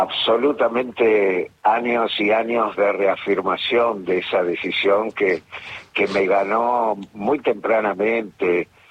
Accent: Buenos Aires, Argentina; Nací en el barrio de Versalles

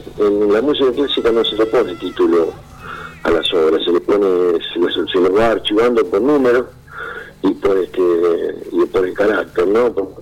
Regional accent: Quilmes, Buenos Aires Province, Argentina; born there; Sí, yo soy de Quilmes, sí, yo soy quilmeño.

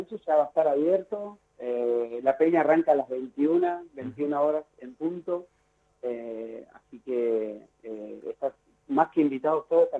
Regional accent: Tierra del Fuego, Argentina; also born or lived in Buenos Aires / San Luis; No, yo nací en Morón, en Buenos Aires. Ah, mira. Y desde muy chico, a los 4 años, nos vinimos para Tierra del Fuego, venimos en el 82 para acá.

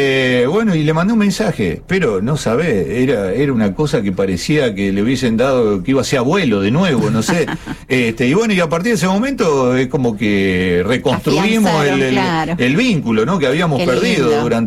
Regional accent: San Jorge, Santa Fe, Argentina; born there; moved away; contacté una prima que vive en el pueblo donde nacimos, en San Jorge, en la provincia de Santa Fe.

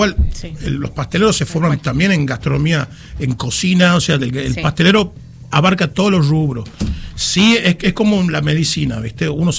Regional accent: Tucumán, Argentina; moved away; me dedico mucho a la gastronomía del norte, de Tucumán, de donde yo vengo

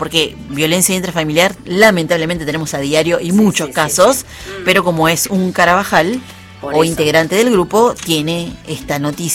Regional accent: Argentina

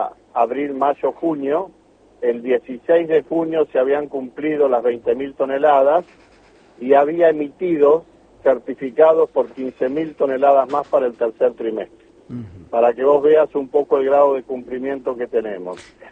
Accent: 25 de Mayo, Buenos Aires Province, Argentina; mi pueblo 25 de mayo

